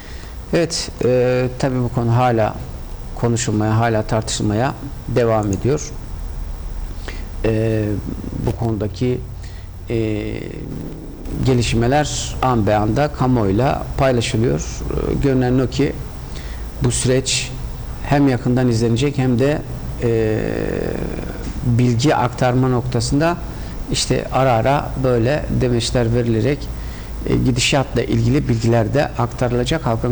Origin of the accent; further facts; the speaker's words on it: Manisa, Turkey; mesela benim şehrimde Manisa'da ağırlıklı görüş hayır vermelisiniz oldu.